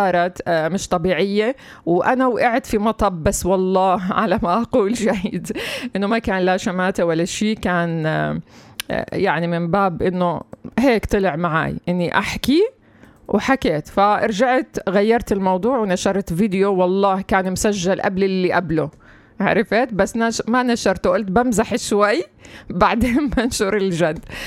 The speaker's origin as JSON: {"language": "Arabic", "country": "Palestine", "said": "إحنا كفلسطينيين"}